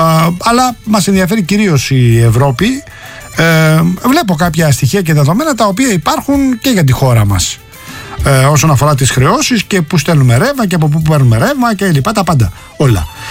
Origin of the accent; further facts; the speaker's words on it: Rafina, Attica, Greece; born there; στην πατρίδα μου, στη Ραφίνα που είναι καλοκαιρινή.